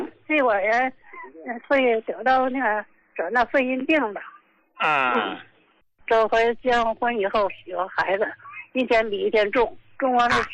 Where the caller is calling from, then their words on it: Qinhuangdao, Hebei, China; 我是秦皇岛的，我今年68了。